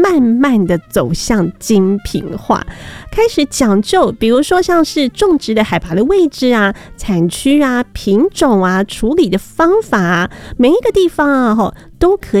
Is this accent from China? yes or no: no; Taiwan; 以我们台湾人来说啊，其实呢已经变成了日常了。